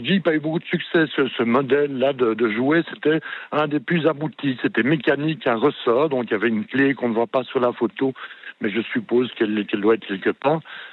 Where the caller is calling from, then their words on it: Brussels, Brussels-Capital Region, Belgium; Je suis à Bruxelles, oui, oui, tout à fait.